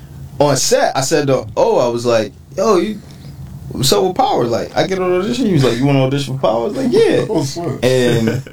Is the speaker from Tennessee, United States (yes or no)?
no; New York City, New York, United States; You know, I grew up around Times Square.